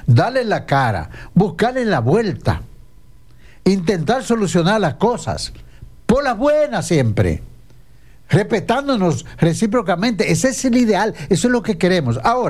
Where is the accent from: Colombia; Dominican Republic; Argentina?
Dominican Republic